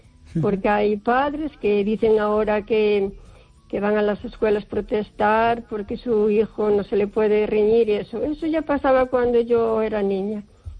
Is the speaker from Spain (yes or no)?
yes; O Carballiño, Galicia, Spain